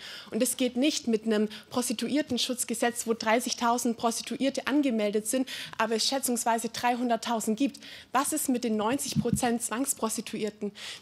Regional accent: Würzburg, Bavaria, Germany; Ich komme aus Würzburg

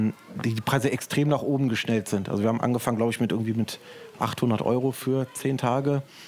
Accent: Solingen, North Rhine-Westphalia, Germany; wir kommen aus Solingen, aus dem Rheinland.

